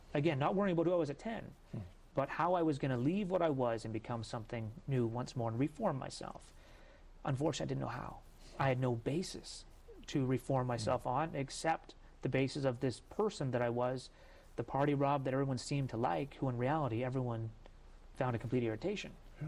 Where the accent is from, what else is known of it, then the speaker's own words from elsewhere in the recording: Canada; As a Canadian, we played road hockey nonstop.